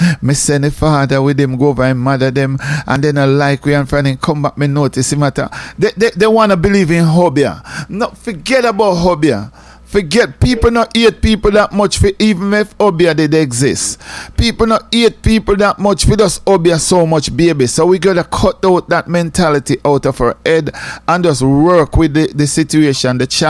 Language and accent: English; Jamaica; we grew up in Jamaica